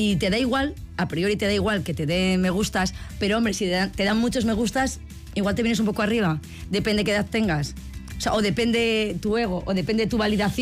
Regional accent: Basque Country, Spain; Claro, somos vascos

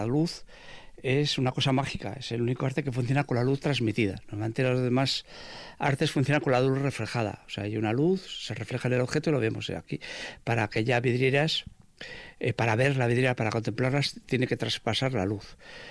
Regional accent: Vitoria-Gasteiz, Basque Country, Spain; yo soy de La Pinto, he vivido siempre en la pintorería. Luego, por cosas de la vida y tal, eso, pues vivo fuera, en un pueblo, en Barrasategueta vivo, en un pueblo. Pero bueno, pero mi lugar de trabajo es aquí, yo soy 100% del casco viejo.

